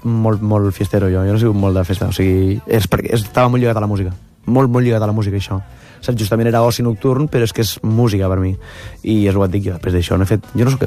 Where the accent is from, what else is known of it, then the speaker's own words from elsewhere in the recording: Cambrils, Catalonia, Spain; born there; es van arrelar a Cambrils i ja està. I jo vaig néixer a Cambrils, ja.